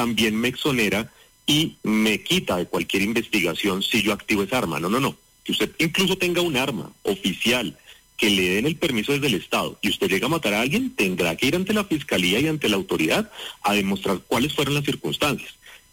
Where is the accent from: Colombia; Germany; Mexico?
Colombia